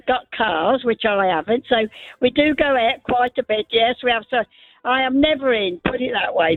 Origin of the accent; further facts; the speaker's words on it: Wilbarston, East Midlands, United Kingdom; I was born in Wilbarston. I'm the eldest lady at the moment that's a genuine Wilbarston person.